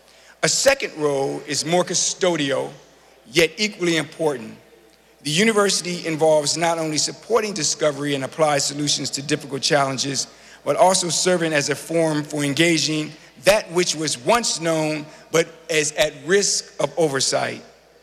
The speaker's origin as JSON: {"language": "English", "region": "Illinois", "country": "United States", "tie": "born or raised there", "moved": "yes", "said": "my home state, Illinois, and in particular, Sangamon County, Illinois"}